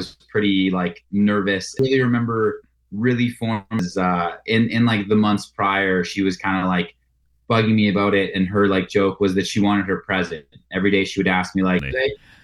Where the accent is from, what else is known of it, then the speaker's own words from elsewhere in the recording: Lethbridge, Alberta, Canada; And growing up in Lethbridge.